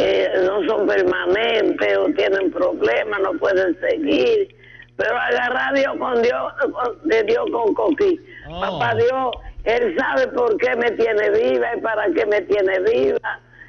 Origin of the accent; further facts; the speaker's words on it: Santiago, Dominican Republic; yo soy de Posiquito del Limón, y yo para venir a misa aquí a Navarrete los domingos por la mañana, cogía burro emprestado.